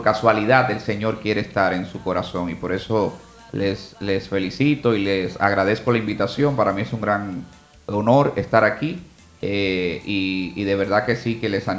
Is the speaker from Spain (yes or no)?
no; Puerto Plata, Dominican Republic; born there; also born or lived in Moca, Dominican Republic; yo vengo del seno de una familia muy católica, muy cristiana, practicante. Yo llegué a Puerto Plata bien pequeñito. Vinimos desde Moca. Bueno, habíamos vivido un tiempo también fuera del país, pero mi familia oriunda es de Moca.